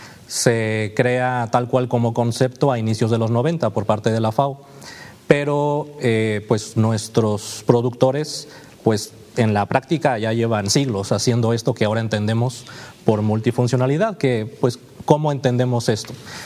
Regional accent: Huatusco, Veracruz, Mexico; Sí, pues el ejemplo más palpable, ahí yo vengo de Huatusco, como ya se mencionó

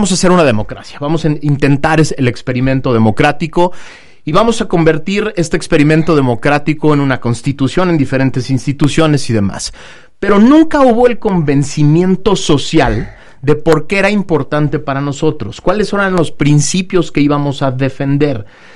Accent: Mexico

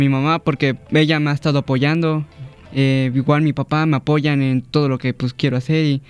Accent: Coatepec, Mexico; Soy de Coatepec.

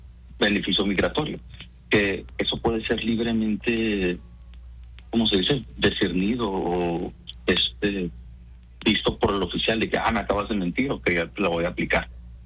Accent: Ciudad Juárez, Chihuahua, Mexico; yo soy de Juárez

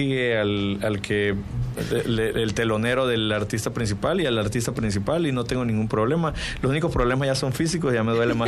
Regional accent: Tacotalpa, Tabasco, Mexico; Soy de Tacotalpa, Tabasco, y la verdad lo digo siempre con mucho orgullo porque difícilmente te encuentres músicos o artistas de por allá

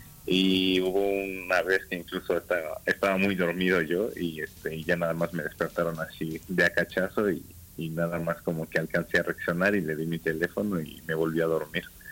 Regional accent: Chalco, State of Mexico, Mexico; Raúl y yo somos de ahí, de Chalco, no sé. Es conocido a veces.

